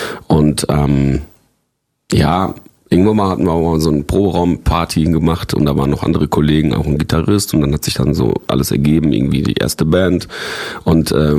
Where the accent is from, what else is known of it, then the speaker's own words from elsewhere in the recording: Poland; born there; moved away; ich bin ja in Polen geboren